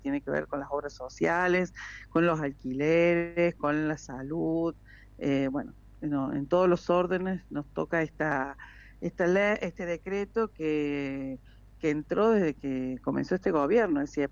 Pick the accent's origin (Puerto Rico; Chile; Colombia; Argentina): Argentina